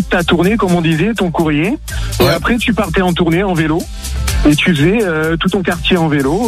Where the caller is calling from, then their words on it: Nice, Provence-Alpes-Côte d'Azur, France; Moi j'habite en ville, j'habite à Nice.